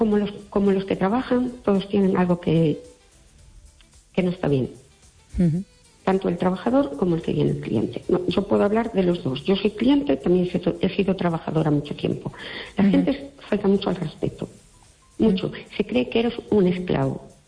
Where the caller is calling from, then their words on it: Fene, Galicia, Spain; Hola, buenas noches